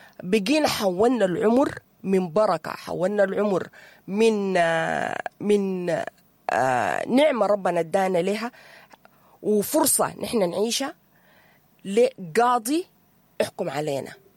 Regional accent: Sudan; عندنا نحن كمجتمع سوداني. نحن كمجتمع سوداني

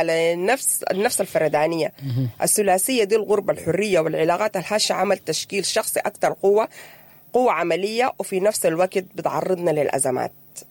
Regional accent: Sudan; نحن كسودانيين بنعاين للحرية دي

